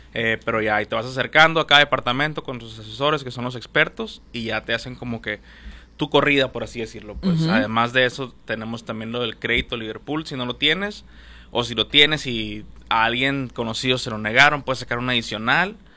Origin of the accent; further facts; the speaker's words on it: Mexico; como buenos mexicanos, es de que voy mañana